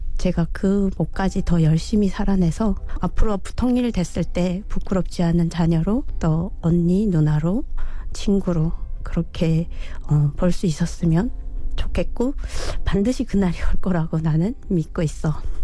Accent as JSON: {"language": "Korean", "country": "North Korea", "moved": "yes", "lives_now": "South Korea"}